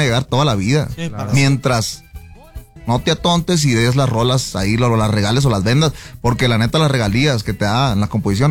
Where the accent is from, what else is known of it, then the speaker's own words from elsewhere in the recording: Ciudad Obregón, Sonora, Mexico; Yo soy de Ciudad Obregón, entonces fue el primer tema que quise sacar.